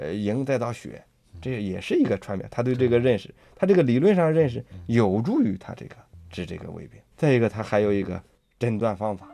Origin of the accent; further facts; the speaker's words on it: Xingtai, Hebei, China; 就是在我们老家那儿，就是在 邢台 那个内丘那儿有一个叫扁鹊祠。